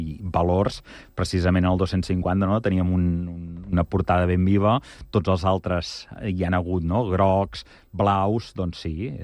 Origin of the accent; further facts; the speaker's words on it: Igualada, Catalonia, Spain; Abans sí que és cert, no?, que ets jove, jo sóc d'Igualada, el Joan, el codirector de Mataró quedava molt lluny